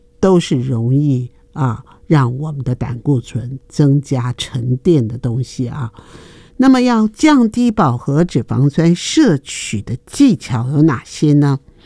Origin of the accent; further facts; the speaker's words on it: Taiwan; 我们台湾人爱吃泡面，已经是世界闻名啊。